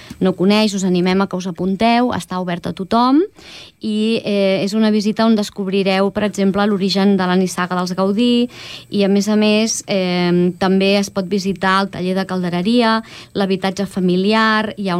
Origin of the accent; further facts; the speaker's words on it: Castellvell del Camp, Catalonia, Spain; perquè jo sóc de Castellvell, un poble al costat de Reus